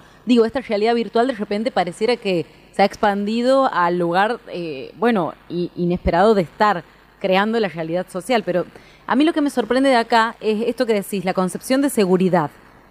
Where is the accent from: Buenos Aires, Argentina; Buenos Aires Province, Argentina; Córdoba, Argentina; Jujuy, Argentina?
Córdoba, Argentina